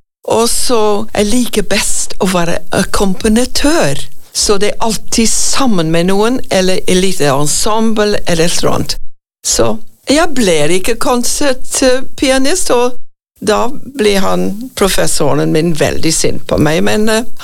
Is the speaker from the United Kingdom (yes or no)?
yes; Yorkshire and the Humber, United Kingdom; Norwegian is a second language; moved away as an adult; now in Frei, Norway; Nordøst England, Yorkshire. Selvfølgelig. North Yorkshire.